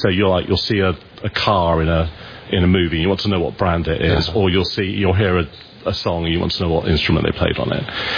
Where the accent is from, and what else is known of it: England, United Kingdom; born or raised there